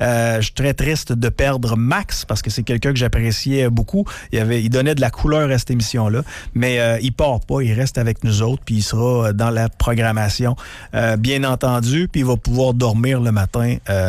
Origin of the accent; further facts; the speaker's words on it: Montreal, Quebec, Canada; je viens pas d'ici, je viens de Montréal.